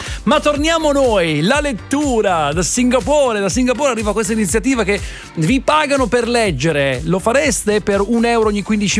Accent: Udine, Friuli-Venezia Giulia, Italy; io sono di Udine, li conosco tutti, capisci?

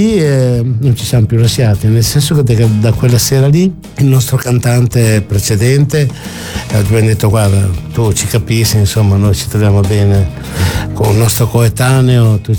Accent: Emilia-Romagna, Italy; io sono emiliano

